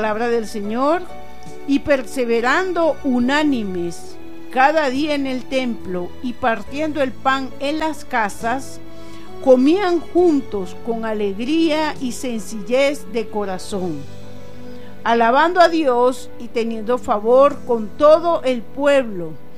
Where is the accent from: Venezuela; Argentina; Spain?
Venezuela; por nuestra nación, por Venezuela